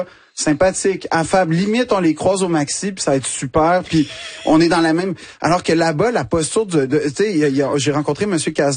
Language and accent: French; Quebec, Canada; now in France; je suis pas un Français, je suis un Québécois qui est en France.